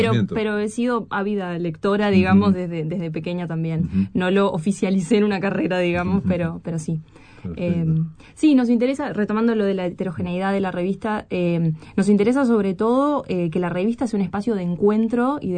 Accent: Carmelo, Colonia, Uruguay; de Carmelo, oriunda, uh-huh, de Carmelo, como yo.

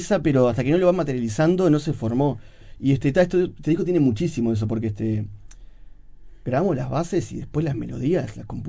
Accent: Uruguay; born there; esa cosa uruguaya, que yo no toco blues como se toca en Estados Unidos, porque no soy estadounidense.

